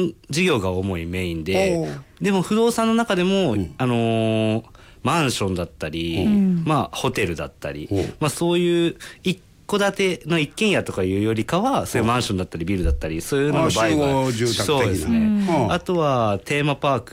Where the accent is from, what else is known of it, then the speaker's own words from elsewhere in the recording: Chiba, Japan; moved away as an adult; also born or lived in Gunma; now in Miki, Japan; 高校生まで千葉で高校野球児として